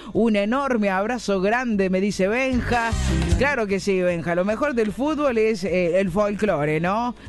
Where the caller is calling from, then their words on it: Benito Juárez, Buenos Aires Province, Argentina; de Benito Juárez, provincia de Buenos Aires.